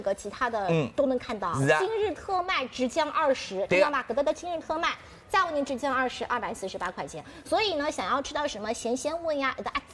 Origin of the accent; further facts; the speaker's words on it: Shanghai, China; 包括我们上海人喜欢吃烤麸。